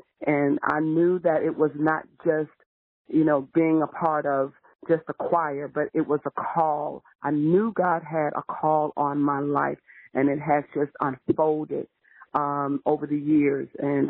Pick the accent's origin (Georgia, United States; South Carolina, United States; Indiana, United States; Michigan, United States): Georgia, United States; LaGrange; I grew up in LaGrange, Georgia.